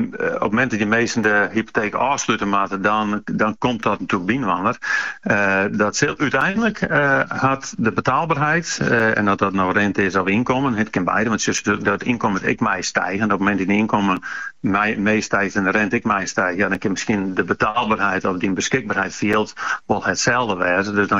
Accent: Friesland, Netherlands; Nee, we zijn Fries natuurlijk al een beetje hoos.

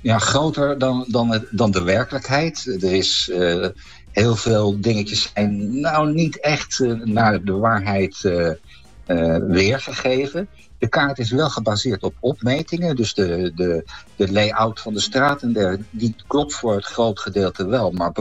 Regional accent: Leiden, South Holland, Netherlands; born there; Ik kom mezelf uit Leiden, ben er geboren en woon er nog steeds.

